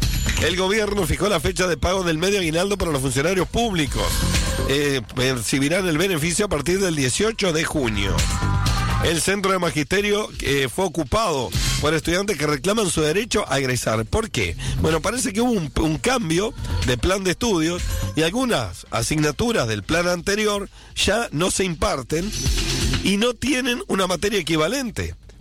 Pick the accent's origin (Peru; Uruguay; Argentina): Uruguay; como somos los uruguayos